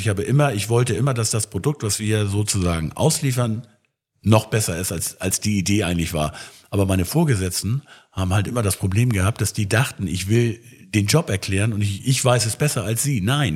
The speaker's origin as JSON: {"language": "German", "town": "Schleswig", "region": "Schleswig-Holstein", "country": "Germany"}